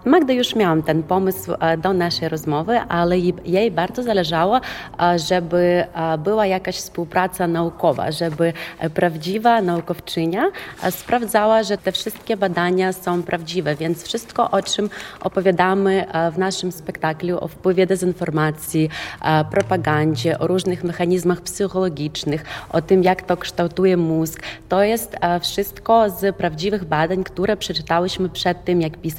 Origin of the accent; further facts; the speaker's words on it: Ukraine; now in Berlin, Germany; Ja zajmuję się badaniami w Berlinie. Jestem neuronaukowczynią z Ukrainy, która pracuje w jednym z największych szpitali Europy